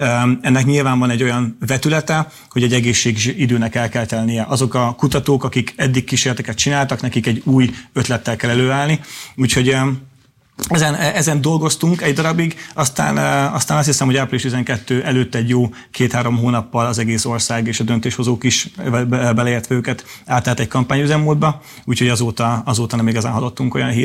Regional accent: Hungary; magyarok vagyunk

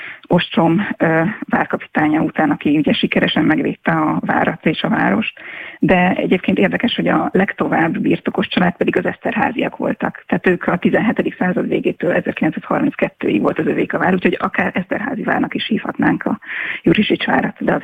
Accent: Hungary; Szakovas megyei vagyok

